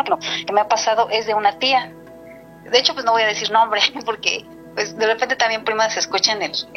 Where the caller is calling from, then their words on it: Toluca, State of Mexico, Mexico; De aquí, de Toluca, del Estado de México.